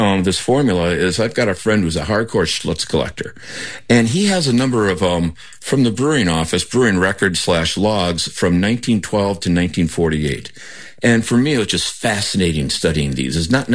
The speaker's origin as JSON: {"language": "English", "region": "Wisconsin", "country": "United States"}